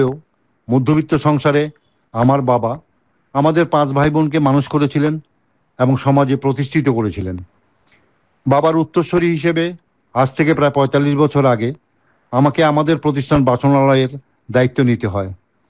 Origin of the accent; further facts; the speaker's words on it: Belonia, Tripura, India; আমাদের বাড়ি বিলোনিয়ার মধ্যপাড়া পুরাতন টাউন হল রোডে।